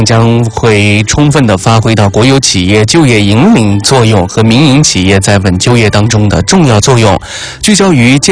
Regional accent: Sichuan, China; 也就是我们四川话的所谓的谷子哈

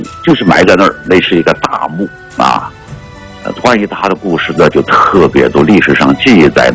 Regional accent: Chengdu, Sichuan, China; 我们成都人

